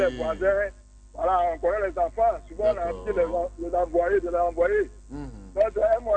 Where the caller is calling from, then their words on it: Abidjan, Côte d’Ivoire; Je vous appelle en Abidjan